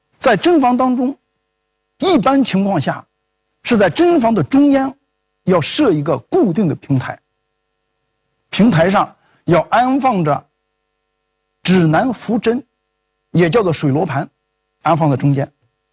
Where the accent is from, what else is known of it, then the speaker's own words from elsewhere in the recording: China; 所以自从我们中国人涉足海洋之后，